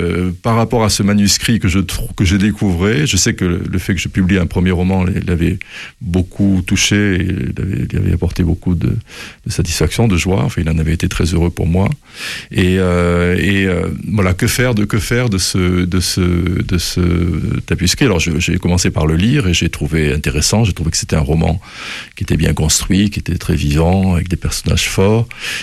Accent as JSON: {"language": "French", "town": "Guéret", "region": "Nouvelle-Aquitaine", "country": "France", "tie": "born or raised there", "moved": "yes", "said": "après avoir été dans mon enfance à Guéret, donc dans l'appartement que mes parents occupaient"}